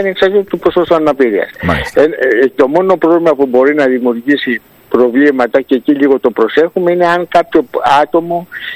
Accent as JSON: {"language": "Greek", "town": "Kypseli", "country": "Greece"}